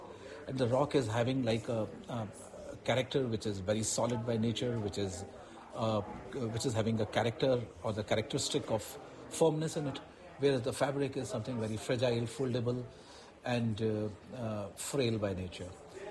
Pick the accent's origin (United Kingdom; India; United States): India; I'm an artist from India. I live in Delhi